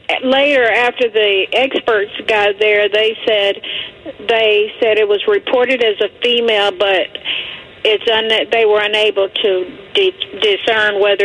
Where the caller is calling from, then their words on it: Fort Worth, Texas, United States; I live in Fort Worth, and Grapevine is like not very far from me, maybe 10 miles or so.